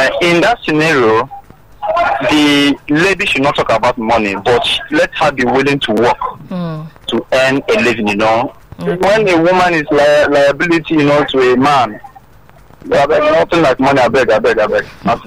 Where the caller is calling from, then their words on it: Abuja, Federal Capital Territory, Nigeria; Okay, I'm calling from Abuja.